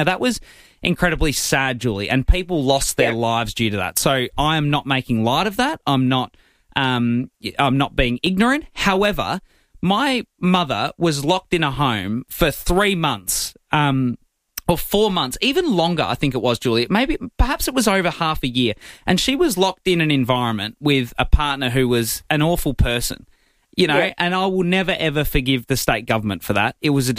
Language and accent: English; Macedon Ranges, Victoria, Australia; Macedon Ranges.